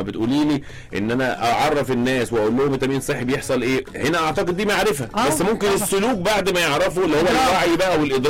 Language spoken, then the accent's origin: Arabic; Egypt; كله تكاتف كمصريين جوه